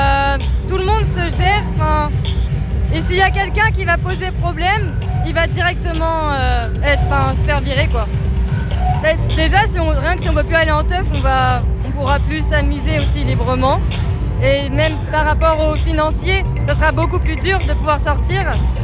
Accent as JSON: {"language": "French", "region": "Nouvelle-Aquitaine", "country": "France", "said": "on vient de Charente, et voilà."}